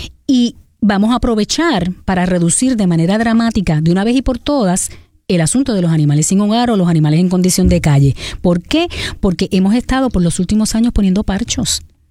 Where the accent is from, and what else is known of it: Puerto Rico